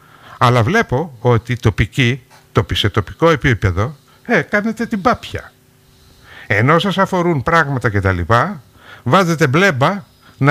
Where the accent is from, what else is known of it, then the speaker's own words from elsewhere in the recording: Kalymnos, South Aegean, Greece; now in Rhodes, Greece; Μπορεί να μην γεννήθηκα εδώ, εγώ είμαι Καλλίμνιος, γεννήθηκα στην Κάλλινο.